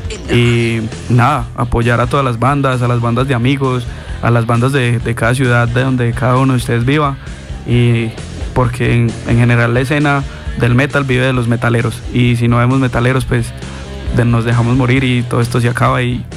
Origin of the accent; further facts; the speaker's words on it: Colombia; Nosotros también tenemos la capacidad como colombianos de hacer buen metal